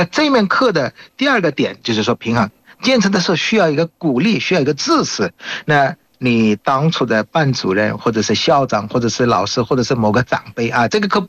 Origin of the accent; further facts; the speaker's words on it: Bangladesh; Chinese is a second language; 我是来自于孟加拉国的